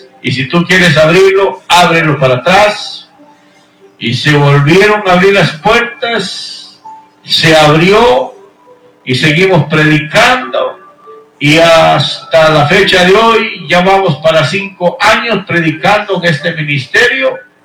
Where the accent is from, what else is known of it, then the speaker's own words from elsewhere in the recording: Guatemala; now in Houston, United States; vamos a mandar un cordial saludo hasta Guatemala, mi tierra natal. … viviendo aquí en Houston, Texas